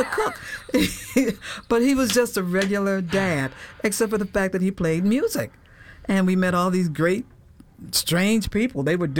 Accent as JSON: {"language": "English", "town": "Detroit", "region": "Michigan", "country": "United States", "tie": "born or raised there", "moved": "yes", "lives_now": "California, United States", "said": "I left Detroit. I was born and raised in Detroit."}